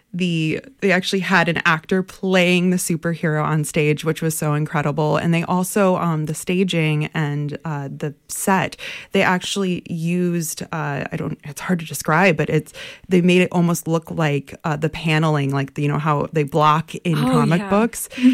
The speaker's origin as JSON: {"language": "English", "town": "Traverse City", "region": "Michigan", "country": "United States", "tie": "born or raised there", "said": "my hometown of Traverse City."}